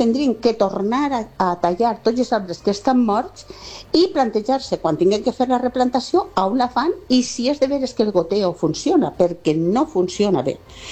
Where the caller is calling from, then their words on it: Alcoy, Valencian Community, Spain; jo també sóc una veïna de Batoi